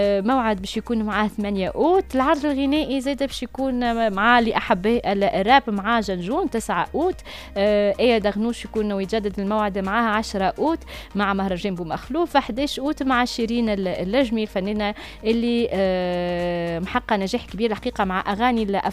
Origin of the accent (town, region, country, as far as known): Tunisia; accent: Tunisian